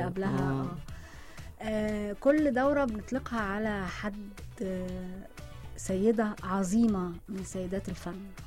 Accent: Egypt

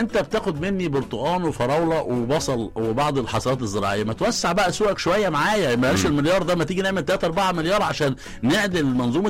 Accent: Egypt; أنا كجانب مصري

